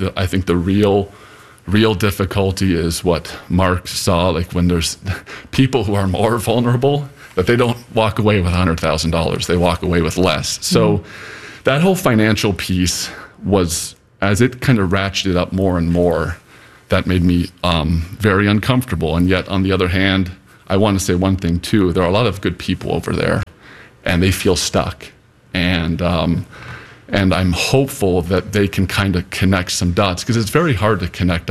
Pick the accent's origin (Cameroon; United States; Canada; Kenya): Canada; moved away; I came from Canada. My siblings came down from Canada to join me later to work as well.